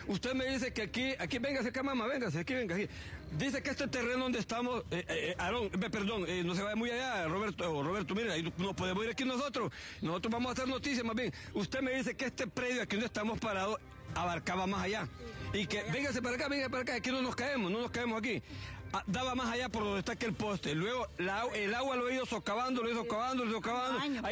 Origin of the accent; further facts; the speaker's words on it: Minas de Oro, Comayagua, Honduras; moved away; así como dicen en mi pueblo, Minas de Oro, Comayagua